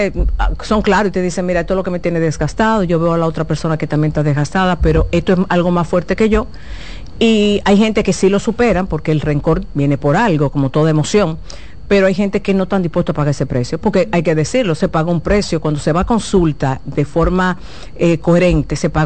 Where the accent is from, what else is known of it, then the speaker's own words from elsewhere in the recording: Dominican Republic; Tú vienes quilla, que significa molestia, soy muy dominicano